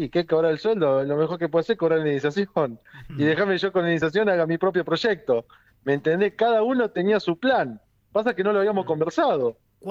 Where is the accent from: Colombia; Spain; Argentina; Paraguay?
Argentina; Yrigoyen; Las personas en Yrigoyen, en mi pueblo, empiezan a trabajar de muy chicos, a los 14, 15 años.